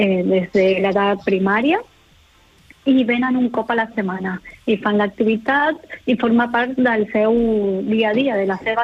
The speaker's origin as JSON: {"language": "Catalan", "country": "Argentina", "accent": "Argentine", "second_language": "Catalan", "moved": "yes", "said": "soc argentina."}